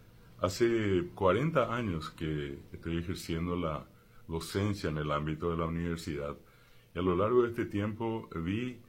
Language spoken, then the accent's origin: Spanish; Paraguay